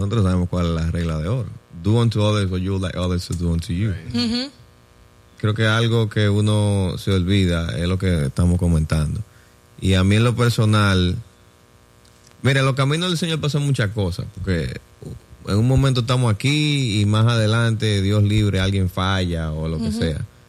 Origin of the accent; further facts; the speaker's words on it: Dominican Republic; moved away; yo que nací y crecí en Dominicana con mi hermano y familia, nos mudamos aquí, no es fácil.